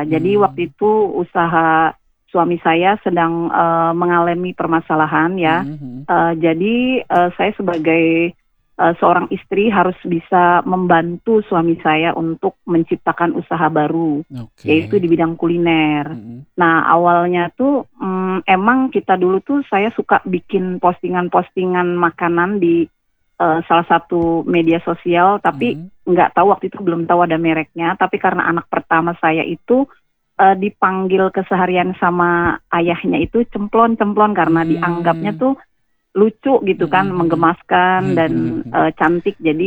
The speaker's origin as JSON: {"language": "Indonesian", "region": "Jakarta", "country": "Indonesia", "tie": "born or raised there", "said": "Kalau saya di Jembatan 5"}